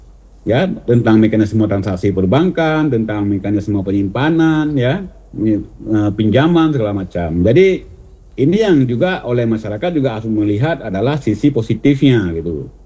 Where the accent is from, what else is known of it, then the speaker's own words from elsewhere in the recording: Aceh, Indonesia; kita selaku Aceh